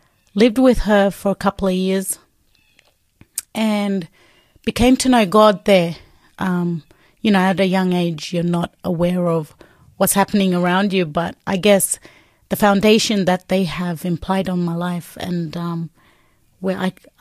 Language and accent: English; Queensland, Australia; now in Cardwell, Australia; I'm originally from Bigwell Island, Torres Strait.